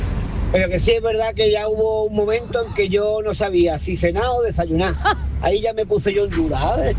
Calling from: Málaga, Andalusia, Spain; Soy el … de Málaga

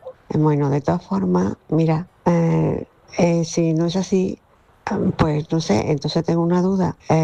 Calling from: Córdoba, Andalusia, Spain; de Córdoba.

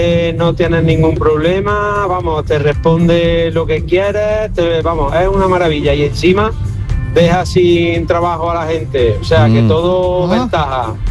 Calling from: Córdoba, Andalusia, Spain; de Córdoba.

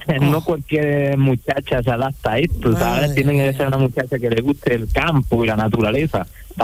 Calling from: Pampaneira, Andalusia, Spain; Yo estoy aquí en la sierra de Pampaneira.

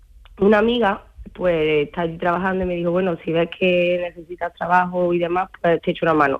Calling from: Córdoba, Andalusia, Spain; estoy en Córdoba, Córdoba capital.

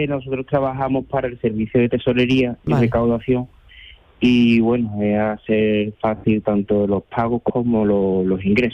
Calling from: Seville, Andalusia, Spain; como soy de Sevilla, pues de la provincia.

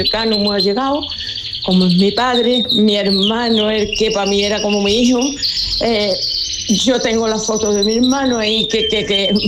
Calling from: Dos Hermanas, Andalusia, Spain; de Dos Hermanas.

